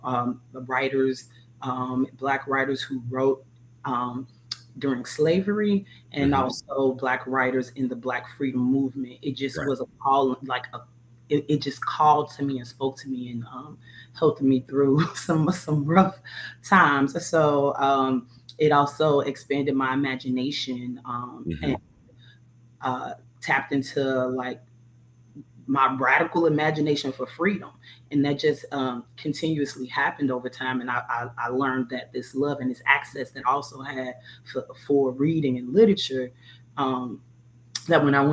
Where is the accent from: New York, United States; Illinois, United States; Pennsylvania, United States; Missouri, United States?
Illinois, United States; Chicago; I grew up in near North and the low end, which we call Bronzeville, back yep. and forth.